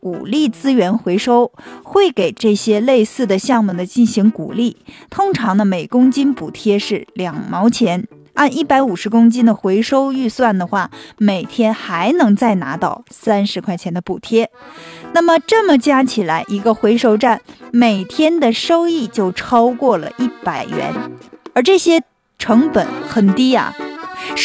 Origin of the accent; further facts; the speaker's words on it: Harbin, Heilongjiang, China; 因为呢它不是咱们哈尔滨，也不是咱们东北人在做这件事儿。